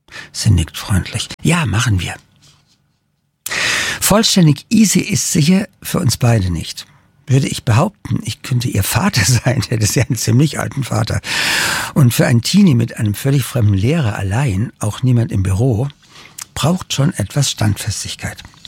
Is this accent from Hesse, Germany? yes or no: yes; Darmstadt, Hesse, Germany; geht die Sonne unter, hinter den Darmstädter Palmen. Ein plötzlich rosa Himmel und ich freue mich an meiner Heimatstadt